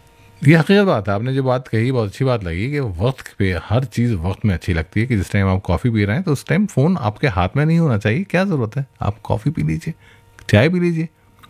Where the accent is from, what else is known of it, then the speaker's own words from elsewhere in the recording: Ghaziabad, Uttar Pradesh, India; मैं गाज़ियाबाद से हूँ।